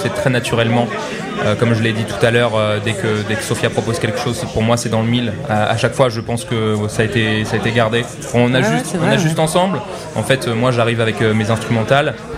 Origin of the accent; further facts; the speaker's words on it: Rouen, Normandy, France; même si nous, on est originaire de Rouen. Bah en fait voilà, on est vraiment à cheval entre Paris et Rouen